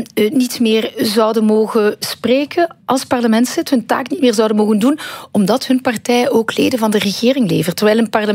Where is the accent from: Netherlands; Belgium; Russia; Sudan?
Belgium; Ghent, Flanders